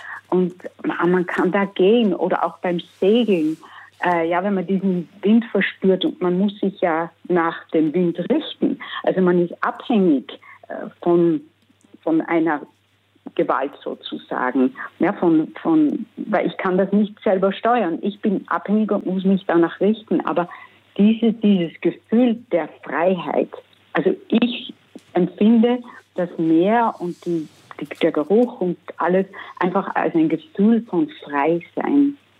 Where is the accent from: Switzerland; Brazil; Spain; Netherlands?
Netherlands; Ich bin Niederländerin und die Niederlande hatten eine sehr große Seemacht.